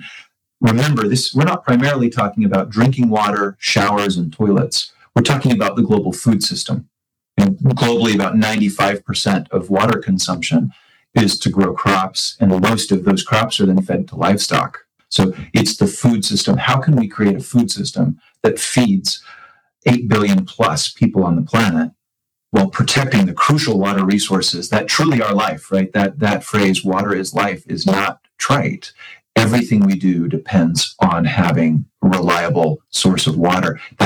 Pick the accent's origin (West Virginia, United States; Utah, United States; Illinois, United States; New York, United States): Utah, United States; Orem; Yeah, I grew up in Orem, Utah, just in the Utah Valley, about half hour away from Great Salt Lake.